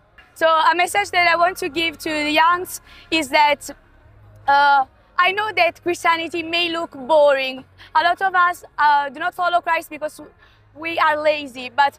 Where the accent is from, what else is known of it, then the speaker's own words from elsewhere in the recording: Italy; English is a second language; I come from Italy.